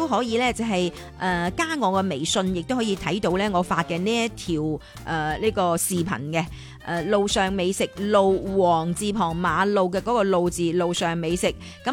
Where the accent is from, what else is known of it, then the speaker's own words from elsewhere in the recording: Enping, Guangdong, China; 我今天呢就是发了中秋节我们的家乡江门恩平食乜嘢美食？